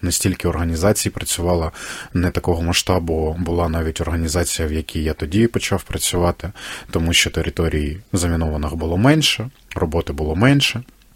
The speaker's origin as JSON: {"language": "Ukrainian", "town": "Sloviansk", "region": "Donetsk Oblast", "country": "Ukraine", "tie": "born or raised there", "also_born_or_lived": "Horlivka", "said": "склалось, що закінчував школу, навіть 11 клас вже ж на зовсім іншій території, не там, де народився. Народився в Горлівці, закінчував в місті Слов'янську."}